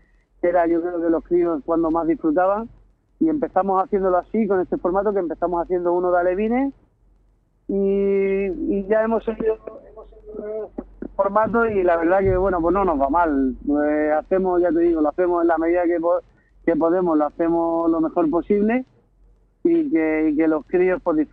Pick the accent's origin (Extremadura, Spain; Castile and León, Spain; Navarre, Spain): Extremadura, Spain; Cáceres; moved away; yo soy de allí de Cáceres